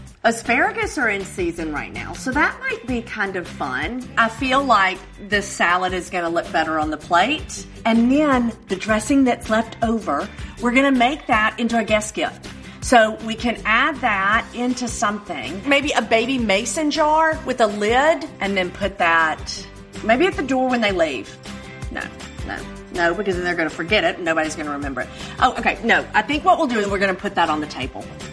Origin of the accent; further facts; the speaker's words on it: Oxford, Mississippi, United States; invited to join … for an outdoor brunch in my hometown, Oxford, Mississippi.